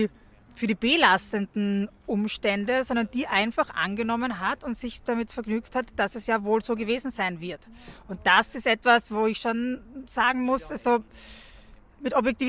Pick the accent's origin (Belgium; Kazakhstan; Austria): Austria; dass das Delikt des Raubes so hoch mit so einer hohen Strafdrohung bei uns in Österreich vorgesehen ist